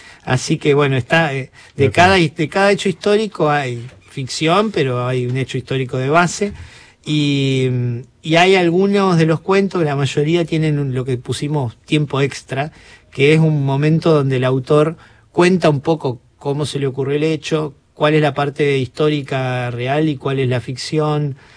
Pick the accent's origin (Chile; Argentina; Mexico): Argentina; Colón, Entre Ríos; porque soy de Colón y porque quería contar un poco eso